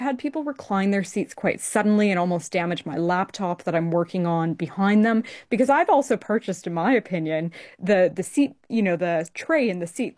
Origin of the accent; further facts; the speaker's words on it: Canada; now in Australia; And even when I moved to Australia from Canada, I couldn't understand why everyone, even people I had just met or even like professional contacts, kept hugging me.